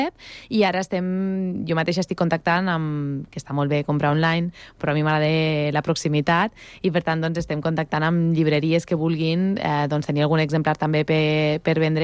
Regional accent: Almenar, Catalonia, Spain; Jo vaig estar treballant a la biblioteca d'Almenar del meu poble durant uns anys

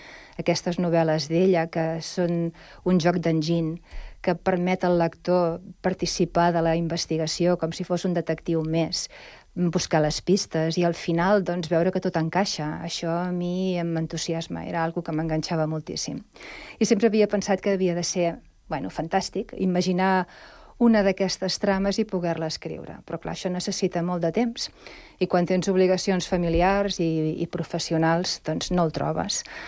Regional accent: Sabadell, Catalonia, Spain; born there; now in Sant Cugat, Spain; Doncs jo sóc de Sabadell, vaig néixer allà, però he viscut la major part de la meva vida aquí a Sant Cugat.

